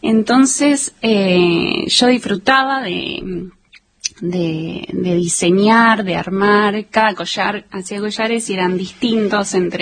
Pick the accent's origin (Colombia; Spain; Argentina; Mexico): Argentina; Pergamino, Buenos Aires Province; born there; yo nací en Pergamino, provincia de Buenos Aires, con, bueno, mi mamá, y tengo tres hermanas, somos cuatro